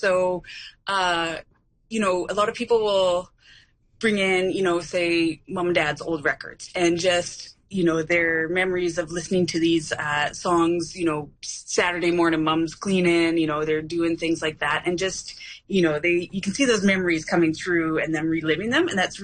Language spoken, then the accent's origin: English; Prince George, British Columbia, Canada; now in Langford, Canada; my hometown of Prince George.